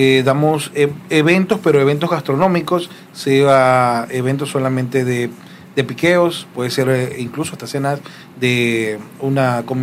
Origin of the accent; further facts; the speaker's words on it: Ecuador; soy ecuatoriano